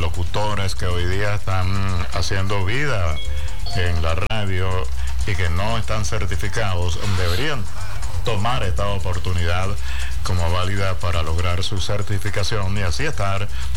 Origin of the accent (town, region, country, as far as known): Venezuela